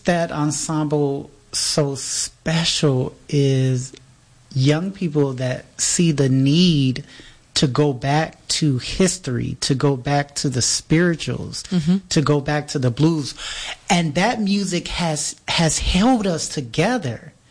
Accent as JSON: {"language": "English", "town": "Chicago", "region": "Illinois", "country": "United States", "tie": "born or raised there", "moved": "yes", "lives_now": "Kalamazoo, United States", "said": "Chicago, my hometown."}